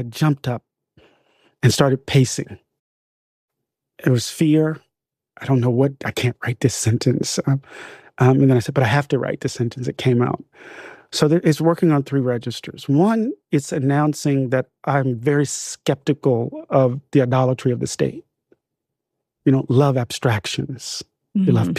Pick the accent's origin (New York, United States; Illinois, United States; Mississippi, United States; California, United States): Mississippi, United States; Moss Point; I grew up in Mississippi. And I tell the story. My dad was the second African-American hired in the post office in Pascagoula. We lived in Moss Point, which was the black labor force to Pascagoula.